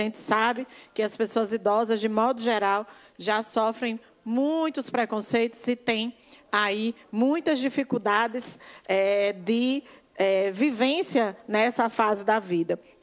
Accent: Northeast Region, Brazil; Nós que somos nordestinos, que sabemos que no nosso semiárido a Caatinga é muito forte

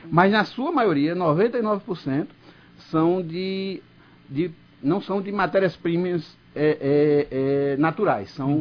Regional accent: Recife, Pernambuco, Brazil; born there; Temos no centro do Recife, que é onde eu nasci, tem história, como você bem sabe.

